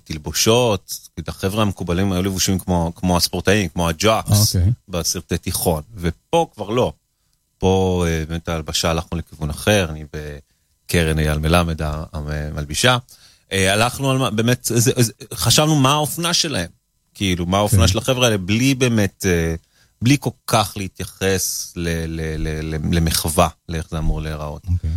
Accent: Kiryat Ekron, Central District, Israel; also born or lived in Rehovot; אנחנו מרחובות. אני מקריאת עקרונים לדייק. אבל נמוראי ברחובות.

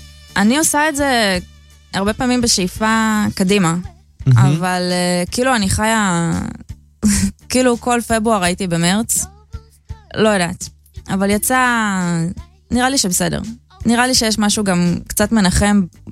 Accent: Russia; now in Israel; אז אני בתור רוסייה

